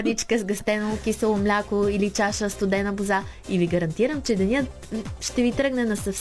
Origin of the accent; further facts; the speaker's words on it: Northwest Bulgaria, Bulgaria; ние от Северозапада сме си свикнали на видинската класика